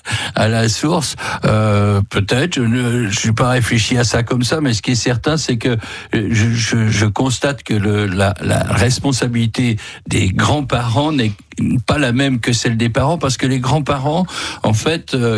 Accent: Grand Est, France; also born or lived in New York, United States; Tu l'as dit dans la présentation, je suis lorrain.

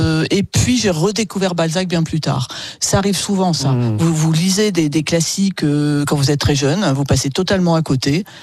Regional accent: Marseille, Provence-Alpes-Côte d'Azur, France; je suis marseillaise, je connais personne

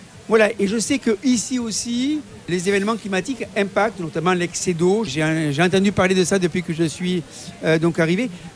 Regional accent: New Caledonia; Oui, voilà. Ça c'est mon accent.

